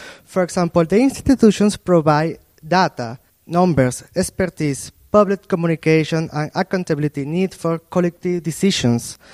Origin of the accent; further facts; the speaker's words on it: Venezuela; moved away as an adult; now in Turkey; I am from Venezuela, currently living in Turkey since 2021